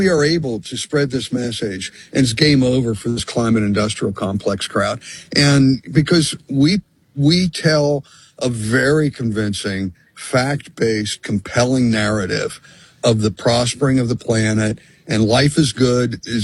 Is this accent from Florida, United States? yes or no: no; Pennsylvania, United States; I'm from my home state of Pennsylvania, just huge benefits financially from these people that own properties.